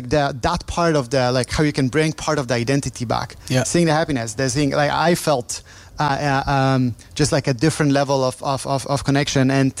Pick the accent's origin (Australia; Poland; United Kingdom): Poland; English is a second language; I'm from Poland originally. In Poland, there's a very peculiar thing that if you watch a movie, a foreign movie in Polish language